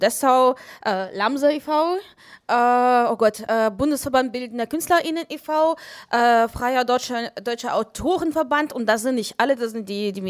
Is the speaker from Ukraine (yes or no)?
yes; Ukraine; German is a second language; now in Germany; ich komme aus der Ukraine.